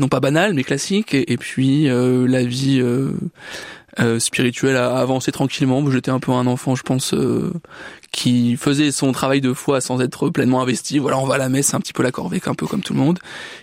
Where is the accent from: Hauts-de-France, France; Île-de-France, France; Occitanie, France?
Île-de-France, France; Paris; moved away as an adult; now in Orléans, France; moi je suis un Parisien pur jus. Je suis né à Paris et j'y ai passé quasiment toute ma vie, justement avant de venir à Orléans.